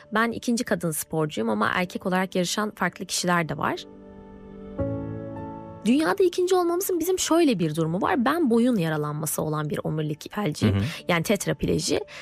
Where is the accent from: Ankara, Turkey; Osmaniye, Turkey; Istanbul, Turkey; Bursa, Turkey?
Bursa, Turkey; born there; Bursa'da yaşıyorum. Bursa doğumluyum.